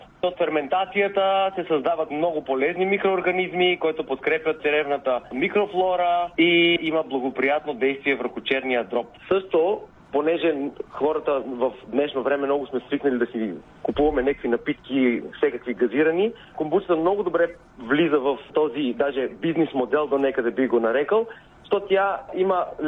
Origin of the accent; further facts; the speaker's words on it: North Macedonia; moved away as an adult; now in Sofia, Bulgaria; Здравейте … Преди 20 години съм дошъл от Македония да следвам в София и си останах. Хареса ми в България, тук създадох семейство